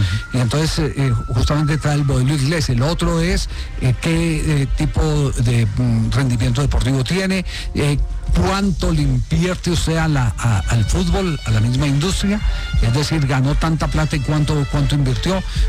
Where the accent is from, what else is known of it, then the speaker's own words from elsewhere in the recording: Manizales, Caldas, Colombia; voy a empezar por el equipo de mi tierra, el Once Caldas de la ciudad de Manizales.